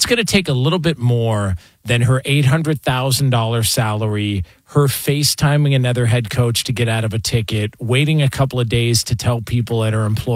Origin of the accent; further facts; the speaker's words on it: California, United States; Like, man, I grew up in Southern California.